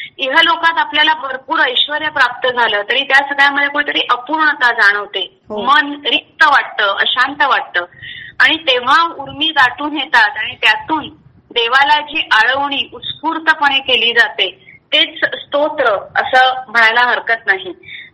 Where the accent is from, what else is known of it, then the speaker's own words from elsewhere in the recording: Thane, Maharashtra, India; मी ठाण्यातच जन्मले, वाढले आणि आताही ठाण्यातच राहते.